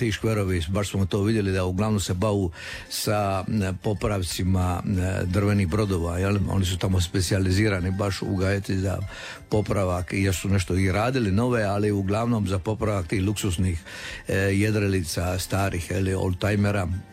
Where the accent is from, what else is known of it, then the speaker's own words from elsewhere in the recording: Betina, Šibenik-Knin County, Croatia; moved away; ja sam Korčulani, ali sam rođen i odgojen u Betini na škveru i uvijek me to nekako veže za taj kraj, iako nisam tamo stalno ne živim.